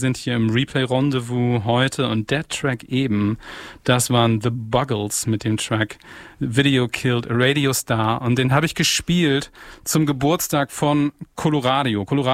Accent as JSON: {"language": "German", "region": "Northern Germany", "country": "Germany", "tie": "born or raised there", "said": "Aber ich bin halt in Norddeutschland groß geworden und die Leute, die Musik gemacht haben, die hängen da halt auf dem Land ab, also in den Ortschaften, in denen ich groß geworden bin."}